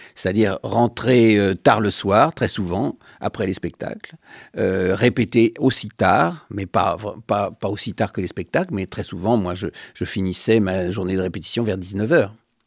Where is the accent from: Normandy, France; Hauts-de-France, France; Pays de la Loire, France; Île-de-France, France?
Île-de-France, France; Paris; Je suis parisien, je suis un petit parisien plutôt banlieusard, mais parisien, oui.